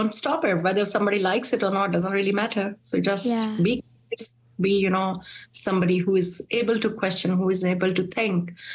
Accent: Pakistan; moved away as an adult; now in New Zealand; us as generation, had everything back in Pakistan.

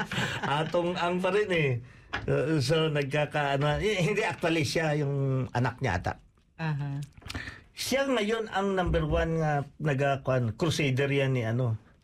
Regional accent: Mindanao, Philippines; taga Mindanao ako eh.

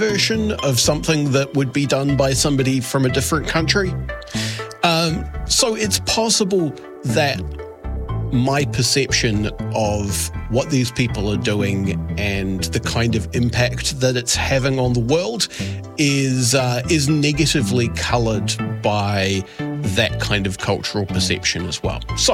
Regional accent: New Zealand; I am a New Zealander of a particular age, and a component of that is an element of cultural cringe.

